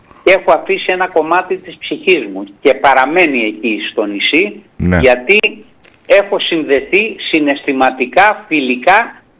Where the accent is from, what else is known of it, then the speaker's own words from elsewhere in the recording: Corfu, Ionian Islands, Greece; Και αν δεν ήμουν κερκυραίος, θα ήθελα να ήμουν ζακυνθινός.